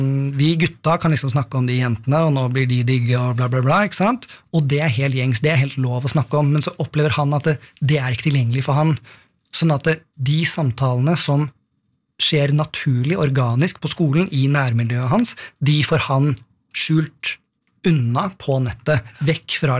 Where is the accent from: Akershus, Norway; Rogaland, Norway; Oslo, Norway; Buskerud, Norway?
Akershus, Norway; Oppegård; born or raised there